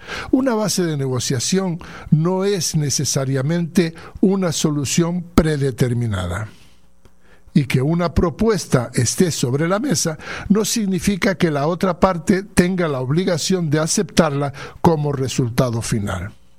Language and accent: Spanish; Western Sahara; Es mi lectura como saharaui y como militante del Frente Polisario.